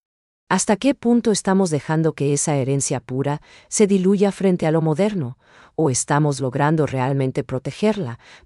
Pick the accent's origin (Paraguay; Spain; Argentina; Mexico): Paraguay; quiénes somos hoy como paraguayos.